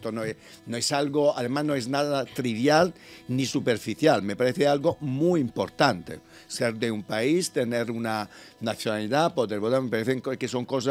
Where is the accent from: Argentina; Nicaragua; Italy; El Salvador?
Italy; Spanish is a second language; moved away as an adult; now in Spain; estamos peleando los italianos para que podamos tener, porque hay unos cuantos como yo que llevan mil años en España